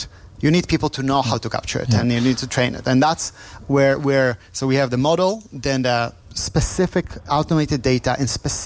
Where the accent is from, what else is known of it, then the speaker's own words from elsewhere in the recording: Poland; we started the company, I'm from Poland originally.